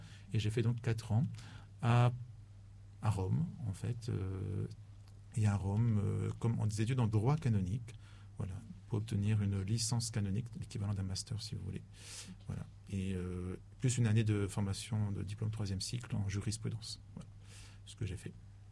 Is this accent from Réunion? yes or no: yes; Réunion; Comme le nom l'indique, au cas où il y aura encore des doutes, je suis réunionnais.